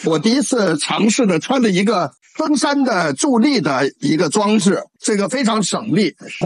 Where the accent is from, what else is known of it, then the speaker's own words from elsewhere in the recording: China; 我们每个中国人